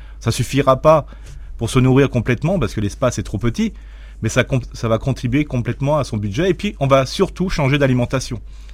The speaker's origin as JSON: {"language": "French", "region": "Grand Est", "country": "France", "said": "on est généreux, on est alsacien, comme je dis toujours."}